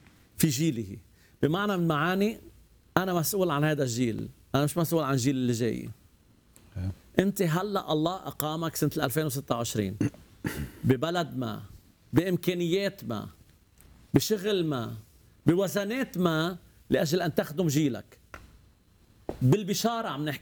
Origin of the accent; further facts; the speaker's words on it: Lebanon; عندنا في لبنان بتحط في الجورنال